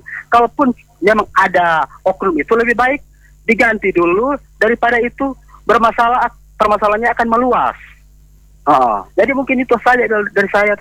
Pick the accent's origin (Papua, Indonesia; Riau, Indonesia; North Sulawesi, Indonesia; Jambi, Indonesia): North Sulawesi, Indonesia; saya juga orang Minahasa Selatan, tapi saya tahu informasi begini